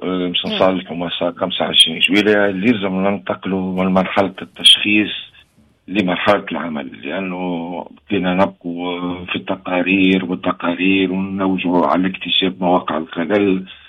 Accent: Tunisia; اللي اسقنا واللي حز في نفسنا كتونسي.

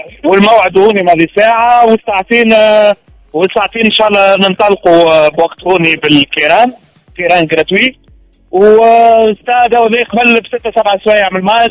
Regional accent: Quebec, Canada; أنا من كيبيك من كندا جينا البارح في الليل

